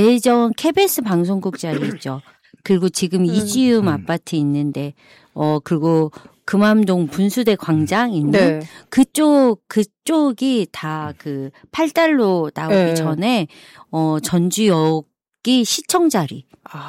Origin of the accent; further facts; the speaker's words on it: Jeonju, North Jeolla, South Korea; born there; 그다음에 저는 이제 덕진에서 태어났기 때문에 검문소 자리에서 태어났기 때문에 덕진공원 사진들이 엄청 많더라고요.